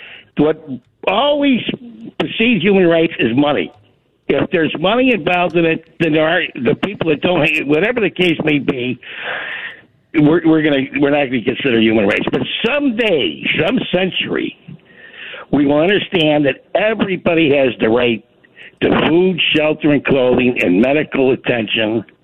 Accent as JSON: {"language": "English", "country": "United States", "said": "I was always proud of being American"}